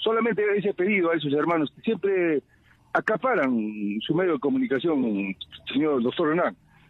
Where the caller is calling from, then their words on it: Cusco, Peru; de la ciudad imperial de Cusco.